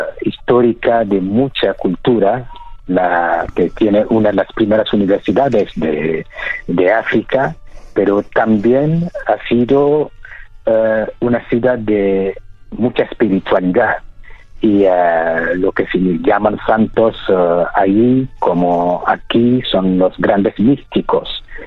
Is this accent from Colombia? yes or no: no; Mali; en mi tierra, en el desierto y del río Níger